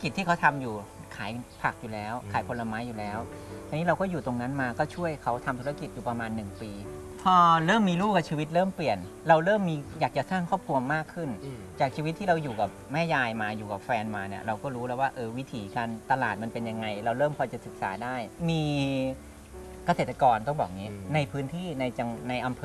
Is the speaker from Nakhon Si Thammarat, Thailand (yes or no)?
no; Lopburi, Thailand; now in Saraburi, Thailand; ต้องบอกก่อนว่าเดิมทีเราเนี่ยไม่ใช่คนในพื้นที่จังหวัดสระบุรีผมเป็นคนลพบุรีเป็นคนลำลาย